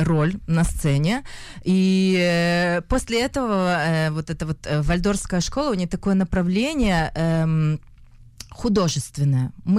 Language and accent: Russian; Irkutsk, Irkutsk Oblast, Russia; Родилась я в Сибири. В городе Иркутск.